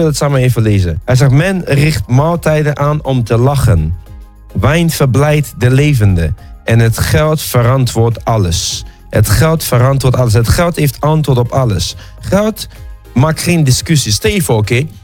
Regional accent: The Hague, South Holland, Netherlands; now in Delft, Netherlands; Ik woon in Den Haag, ik kom uit Den Haag. Nee, ik woon in Delft, maar ik kom uit Den Haag oorspronkelijk. Delft is naast Den Haag.

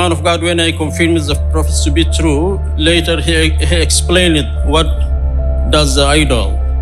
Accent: Eritrea; now in Netherlands; I am from Eritrea, but I reside here in the Netherlands.

